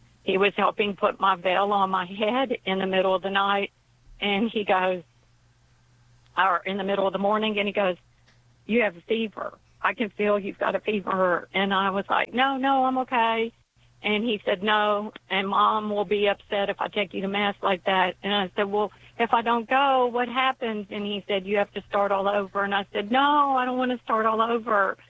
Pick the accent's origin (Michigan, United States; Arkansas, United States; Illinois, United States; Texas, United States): Texas, United States; Healy; I'm actually from Healy, Texas, which is about 20 miles east of Columbus.